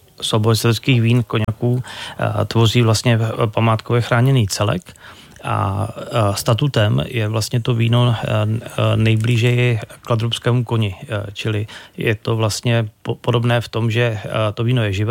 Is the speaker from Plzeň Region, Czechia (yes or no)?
yes; Plzeň, Plzeň Region, Czechia; Tak já jsem původem z Plzně